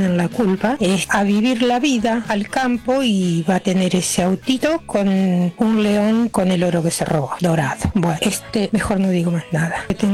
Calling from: Luján, Buenos Aires Province, Argentina

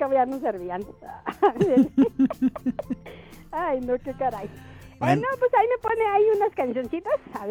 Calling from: Mexico; como todo mexicano

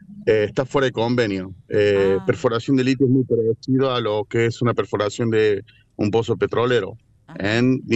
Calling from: Córdoba, Argentina; Acá en Córdoba, sí.

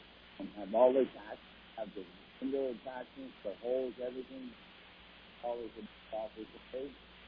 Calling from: Milton, Vermont, United States

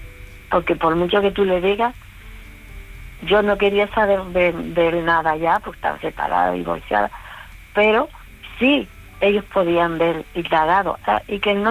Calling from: Canary Islands, Spain; yo soy canaria, de la isla de enfrente.

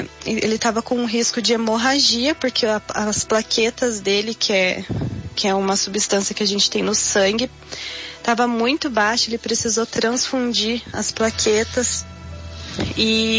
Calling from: Paraná, Brazil; eu sou aqui do Alto Boqueirão.

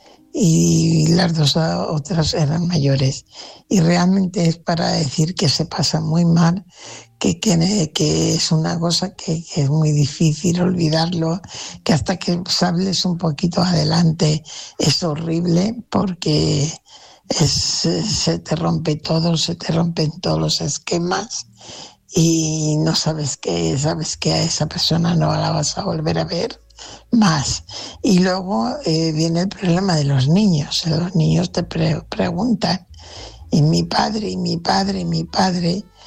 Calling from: Fuenlabrada, Community of Madrid, Spain; corresponsal de Fuenlabrada.

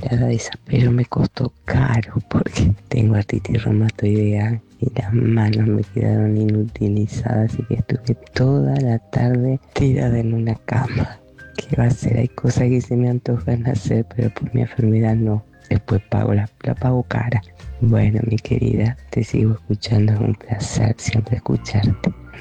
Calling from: Pergamino, Buenos Aires Province, Argentina; Hola Luisita, querida. … de Pergamino.

